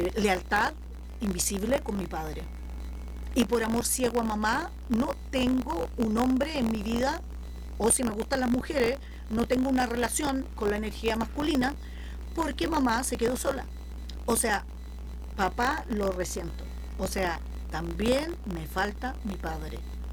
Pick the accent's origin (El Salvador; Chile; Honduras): Chile; hablando en México, soy una terapeuta chilena